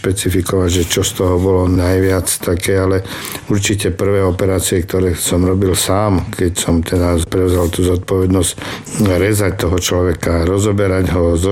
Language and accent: Slovak; Prešov, Prešov Region, Slovakia; medzi svojimi doma v Prešove, kde som si to vychutnal.